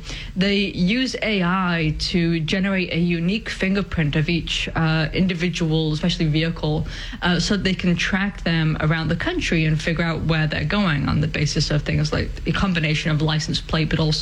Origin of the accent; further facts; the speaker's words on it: England, United Kingdom; And again, coming from the fact that I grew up in America, sorry, in England, it's a very alien concept to so many different people around the world.